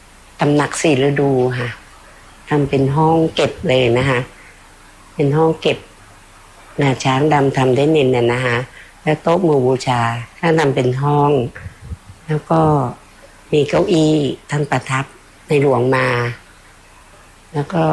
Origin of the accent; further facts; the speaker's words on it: Bo Phloi, Kanchanaburi, Thailand; born there; ฉันเกิดที่อำเภอบ่อพลอยใช่ไหมคะที่เล่าอ่ะที่ว่าแต่เราก็มาจากเมืองจีน